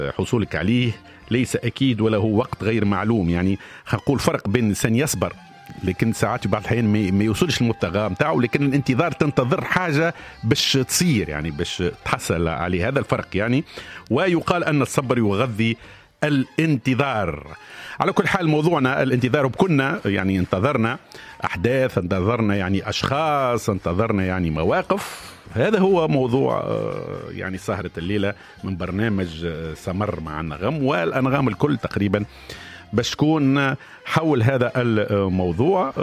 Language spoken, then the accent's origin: Arabic; Tunisia; accent: Tunisian; لكن احنا نقوله نستنى بلهجتنا التونسية. استأنأ راهو عربية، لكن احنا تعودنا انه في لهجتنا التونسية نقول استنى